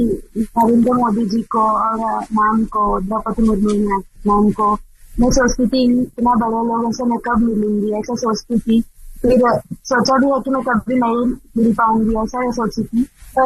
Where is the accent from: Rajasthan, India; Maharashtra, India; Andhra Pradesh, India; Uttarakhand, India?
Andhra Pradesh, India; मैं आंध्र प्रदेश से हूं